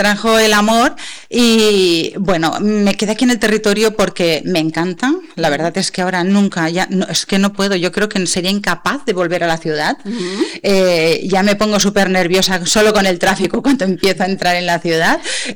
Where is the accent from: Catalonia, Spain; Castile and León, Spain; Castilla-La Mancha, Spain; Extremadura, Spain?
Catalonia, Spain; Barcelona; moved away; porque yo vine de Barcelona, y entonces, claro, encontrar trabajo aquí tampoco no fue una cosa fácil